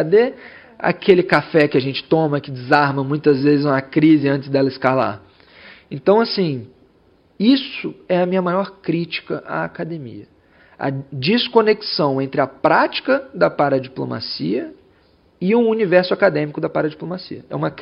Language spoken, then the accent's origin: Portuguese; Niterói, Rio de Janeiro, Brazil; sou de Niterói